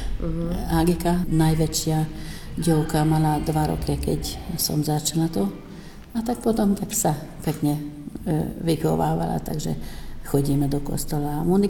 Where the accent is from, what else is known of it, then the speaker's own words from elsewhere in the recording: Tótkomlós, Békés, Hungary; u nás na Komloši